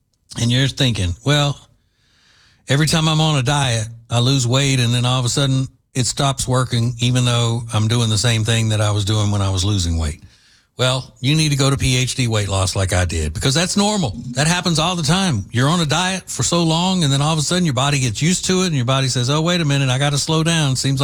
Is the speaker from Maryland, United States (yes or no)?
no; Louisiana, United States; I grew up in Louisiana, as most of you know that listen to this show.